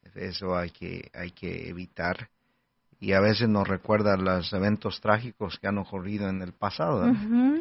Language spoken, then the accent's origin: Spanish; Mexico; Para nosotros los mexicanos